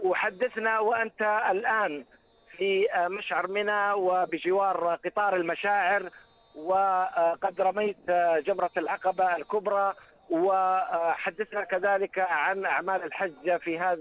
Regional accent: Saudi Arabia; نحن كسعوديين

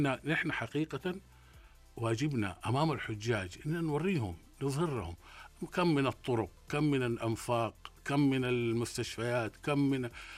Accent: Saudi Arabia; فهذا حافز لينا نحن، يعني نحن أبناء البلد هذه.

